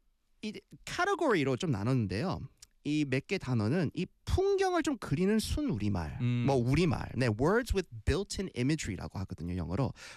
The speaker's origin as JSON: {"language": "Korean", "country": "South Korea", "said": "저도 한국인이고 아주 proud 한 Korean이고"}